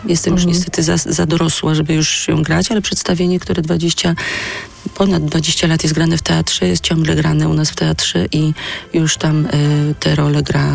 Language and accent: Polish; Silesian Voivodeship, Poland; moved away as an adult; now in Kraków, Poland; bo jestem Ślązaczką.